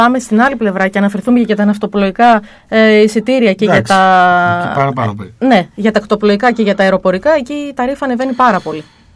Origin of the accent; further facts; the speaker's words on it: Greece; Μιλάω σαν Έλληνας πολίτης, σαν νέο άτομο αυτής της χώρας.